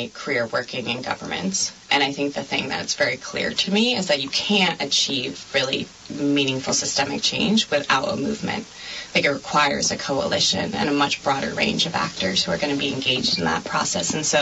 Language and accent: English; Strafford, Vermont, United States; But I think for me, probably the defining experience of growing up in Vermont was, or in Stratford, was town meeting.